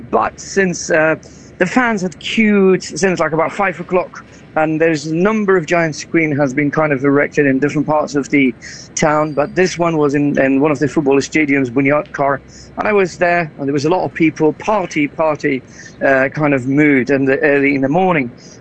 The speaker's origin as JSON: {"language": "English", "region": "London", "country": "United Kingdom", "said": "And that's the reason I am here from London as well, to just kind of see the football fans"}